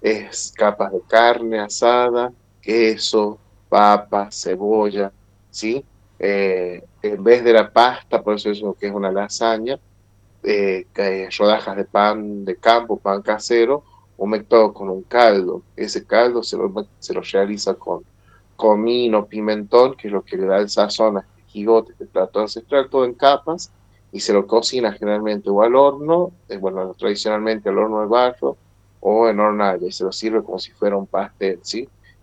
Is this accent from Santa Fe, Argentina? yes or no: no; Belén, Catamarca, Argentina; Yo nací, bueno, en capital, en San Fernando del Valle, pero me considero totalmente belicho de que viví toda mi vida acá. Es mi tierra, la tierra que me vio crecer, de donde surgí, así que sí, soy de la ciudad de Belén.